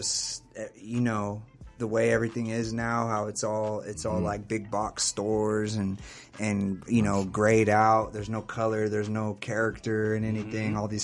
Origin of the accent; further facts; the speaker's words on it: San Jose, California, United States; since I'm from San Jose